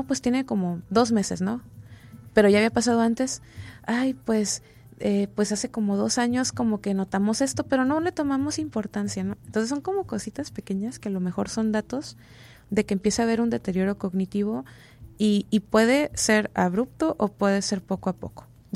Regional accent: Mexico; por lo menos como mexicanos

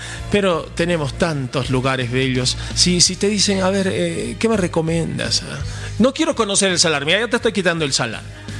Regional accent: La Paz, Bolivia; Nosotros habitualmente decimos, no decimos somos paseños, decimos somos bolivianos.

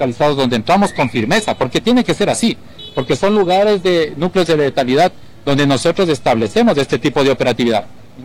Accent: Ecuador; somos ecuatorianos

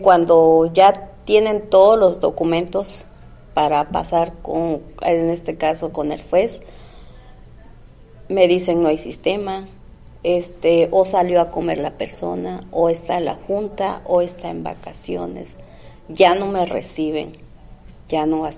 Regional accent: Chiapas, Mexico; now in Tijuana, Mexico; Yo vengo de Chiapas, soy una persona pues indígena, digamos.

